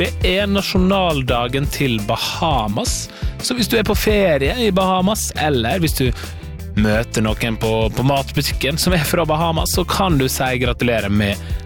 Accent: Møre og Romsdal, Norway; Vi er vant til Jonsokk hjemme på Sunnmøre

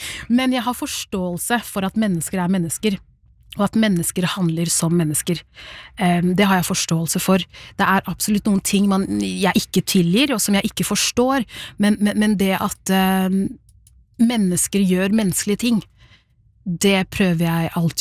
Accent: Rakkestad, Østfold, Norway; also born or lived in Sierra Leone; now in Oslo, Norway; da jeg var tre år gammel, så ble jeg hentet fra Sierra Leone til Norge, og bodde da der i Rakkestad kommune, fra jeg var tre år til 12 år gammel. Da flyttet vi til Oslo.

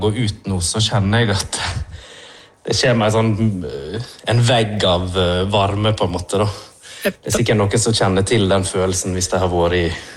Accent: Førde, Vestland, Norway; jeg kommer jo fra Førde

